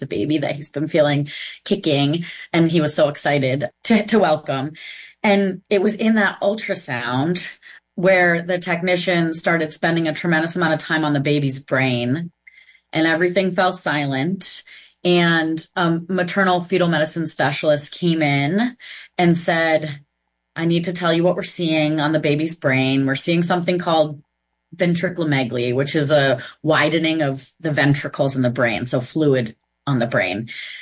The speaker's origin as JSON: {"language": "English", "region": "Massachusetts", "country": "United States", "tie": "born or raised there"}